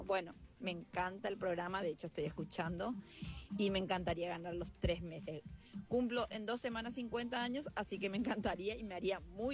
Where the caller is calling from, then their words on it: Asunción, Paraguay; yo soy de Asunción, Paraguay, y siempre teníamos una almacenera en mi barrio que se llamaba Doña Elsa.